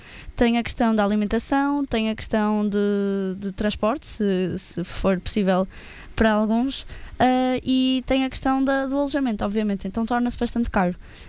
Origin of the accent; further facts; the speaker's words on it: Espinho, Norte, Portugal; moved away as an adult; now in Coimbra, Portugal; eu também venho de Espinho, onde não há tanta... não há tanta opção por onde escolher.